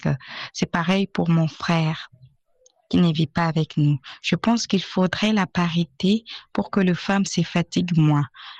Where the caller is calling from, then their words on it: Kinshasa, DR Congo; J'habite en RDC, précisément à Kinshasa.